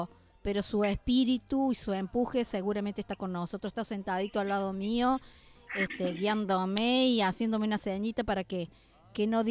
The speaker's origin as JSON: {"language": "Spanish", "country": "Argentina", "said": "ese celeste y blanco que nos identifica como nación y que me orgullece como argentina."}